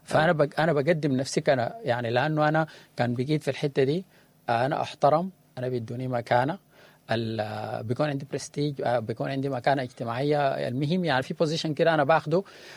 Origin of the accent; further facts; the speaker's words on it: Sudan; اللي نحن عايشينه يعني كسودانيين